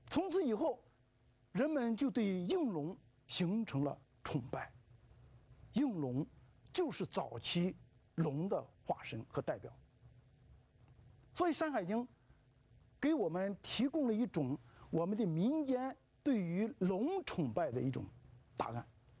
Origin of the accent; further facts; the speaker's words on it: China; 我们中国人